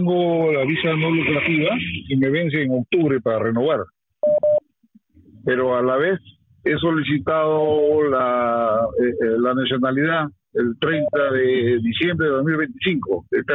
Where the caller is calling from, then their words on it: Madrid, Community of Madrid, Spain; Soy de Madrid.